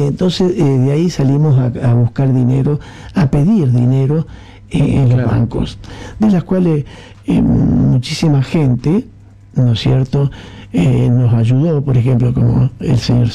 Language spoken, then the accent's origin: Spanish; Laborde, Córdoba, Argentina; moved away as an adult; now in Casilda, Argentina; yo soy oriundo de Laborde. Mi papá nació en San Genaro y se trasladó a Laborde porque se había abierto el molino Feni y ahí consiguió trabajo y nací ahí.